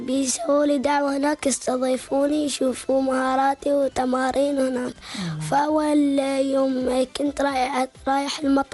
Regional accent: Oman; لأن أنا عماني وافتخر.

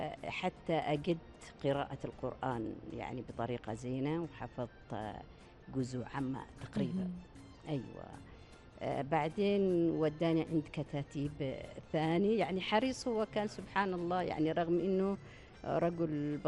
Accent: Salalah, Dhofar, Oman; also born or lived in Wadi Nahiz; مثل ما ذكرت لكم أنا من مواليد وادي نحيز، ونزحت أسرتي إلى صلالة.

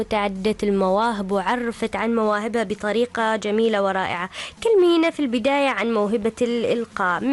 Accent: Oman; بلادنا عمان الغالية

